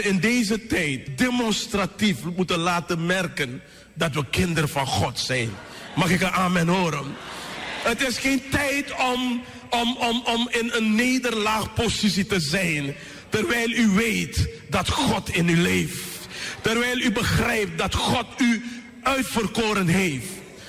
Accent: Suriname; En ik als Surinamer tussen die Amerikanen daar, ik denk, hoe ga ik dat doen?

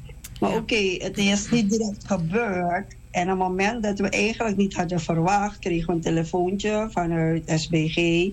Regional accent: Suriname; moved away as an adult; now in Netherlands; En van afkomst ben ik Surinaamse.

